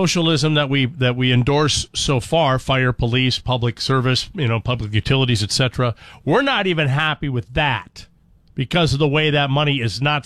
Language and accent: English; San Diego, California, United States; Good morning, gang. I grew up in San Diego. If we lived within a mile of the school, you walked.